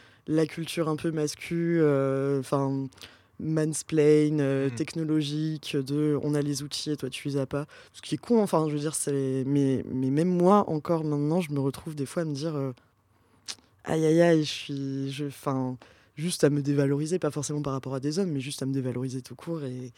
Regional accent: Pau, Nouvelle-Aquitaine, France

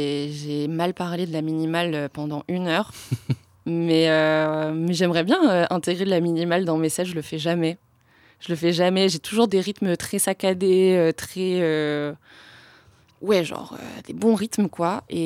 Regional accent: Romania; moved away; mon enfance en Roumanie

